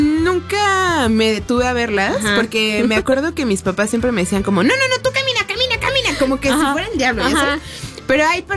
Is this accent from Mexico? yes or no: yes; Mexico City, Mexico; vengo de la Ciudad de México